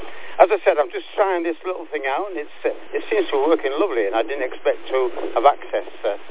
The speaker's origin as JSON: {"language": "English", "town": "Scarborough", "region": "Yorkshire and the Humber", "country": "United Kingdom", "moved": "yes", "said": "I'm from Scarborough myself, but I left there a long, long time ago."}